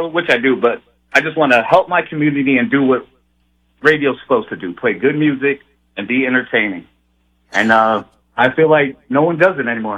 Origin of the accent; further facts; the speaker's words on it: Florida, United States; Howard Stern, Limbaugh, I'm from Palm Beach County. I was like, this is going to be easy.